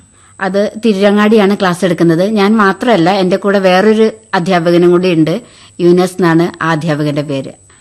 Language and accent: Malayalam; Makkaraparamba, Kerala, India; ഞാൻ മലപ്പുറം ജില്ലയിലെ മക്കരപ്പറമ്പ് എന്ന സ്ഥലത്തു നിന്നാണ് വരുന്നത്.